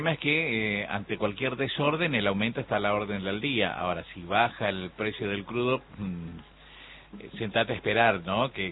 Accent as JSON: {"language": "Spanish", "country": "Argentina", "said": "porque somos argentinos y no podemos con nuestro genio"}